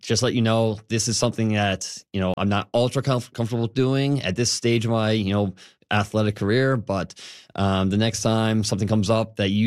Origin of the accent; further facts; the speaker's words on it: Labrador City, Newfoundland and Labrador, Canada; born there; also born or lived in Corner Brook; So we moved around a little bit. I was born in Lab City.